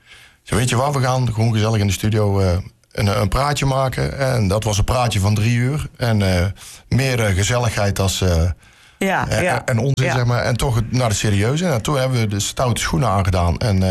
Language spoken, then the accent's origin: Dutch; 's-Hertogenbosch, North Brabant, Netherlands; En dat deden alle carnavalsverenigingen bij ons in Den Bosch.